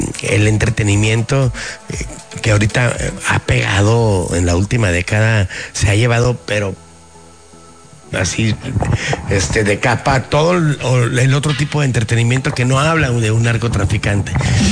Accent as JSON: {"language": "Spanish", "country": "Mexico"}